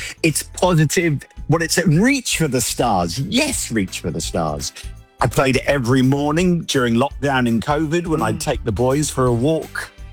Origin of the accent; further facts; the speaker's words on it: United Kingdom; I'm British.